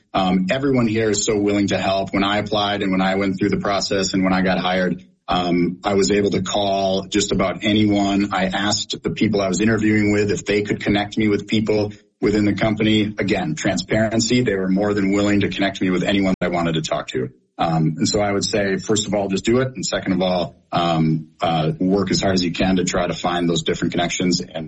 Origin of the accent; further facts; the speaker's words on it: Stoughton, Wisconsin, United States; But two, I'm from Stoughton, and so I was able to speak like the quote-unquote Stoughton language with the biggest employer in town, Stoughton Trailers